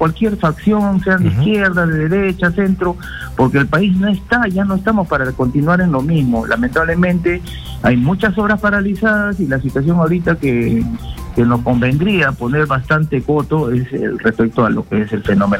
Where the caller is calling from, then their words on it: Lima, Peru; de San Miguel.